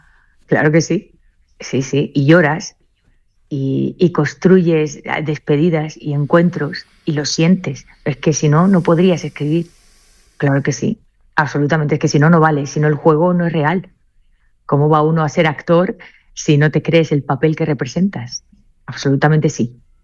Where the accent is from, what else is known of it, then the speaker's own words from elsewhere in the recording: Seville, Andalusia, Spain; Yo soy sevillana